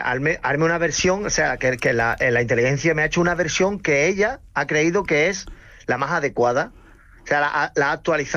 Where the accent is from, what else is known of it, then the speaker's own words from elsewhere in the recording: Cádiz, Andalusia, Spain; pues que yo soy de Cádiz y decir Massachusetts me cuesta, ¿eh?